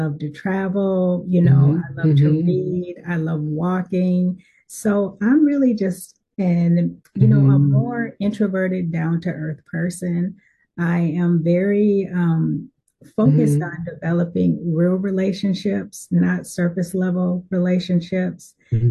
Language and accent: English; St. Paul, Minnesota, United States; So I grew up in St. Paul, right in what is considered the Rondo area. I graduated from Highland Park High School, went on to the University of Minnesota for a couple of years